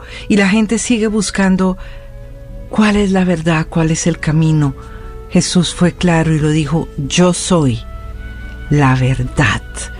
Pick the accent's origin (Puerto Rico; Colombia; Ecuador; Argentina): Colombia; colombiana, comunicadora, por muchos años actriz y presentadora de televisión.